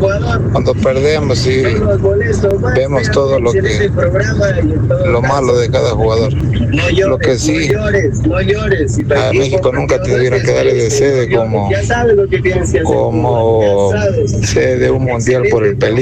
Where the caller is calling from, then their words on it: Ecuador; yo soy ecuatoriano